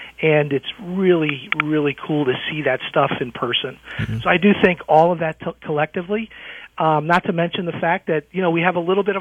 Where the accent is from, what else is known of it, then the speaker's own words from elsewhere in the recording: Penfield, New York, United States; it's just a dream come true to work for your hometown team. Grew up a Bills fan